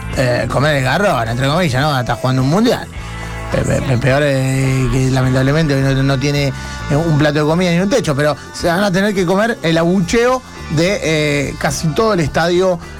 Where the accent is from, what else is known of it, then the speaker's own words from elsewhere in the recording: Argentina; Hoy juega nuestro país.